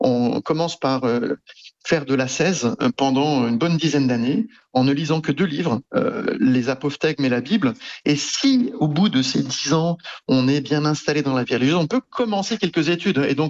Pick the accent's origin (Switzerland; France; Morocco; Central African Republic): France; Angers, Pays de la Loire; moved away as an adult; also born or lived in Japan; now in Cairo, Egypt; je suis originaire d'Angers, en l'ouest de la France. J'ai fait des études jusqu'au bac, là-bas.